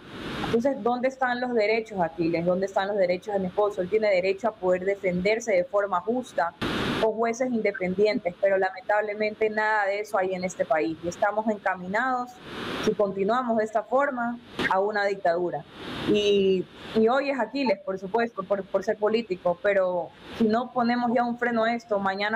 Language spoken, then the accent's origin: Spanish; Ecuador